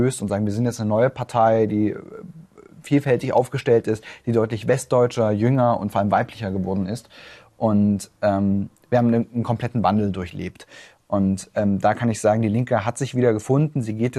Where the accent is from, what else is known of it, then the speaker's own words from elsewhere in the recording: Saxony-Anhalt, Germany; ich bin im Dorf aufgewachsen, was nach wie vor von der Braunkohle bedroht ist, was immer noch als Bedarfsfläche für den Abbau vorgesehen ist.